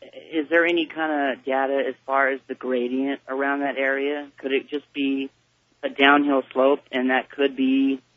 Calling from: Idaho, United States; a Christian fundamentalist, I guess, calling from Idaho.

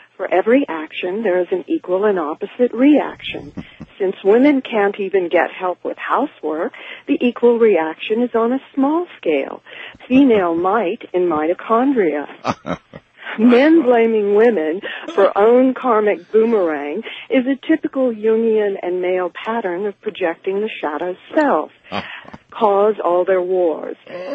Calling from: San Antonio, Texas, United States; from San Antonio.

